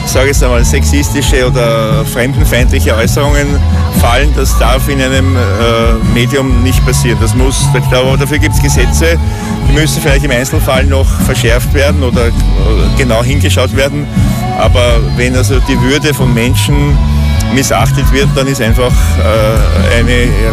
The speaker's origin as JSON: {"language": "German", "country": "Austria", "said": "ich als Österreicher in einem der reichsten Länder der Welt"}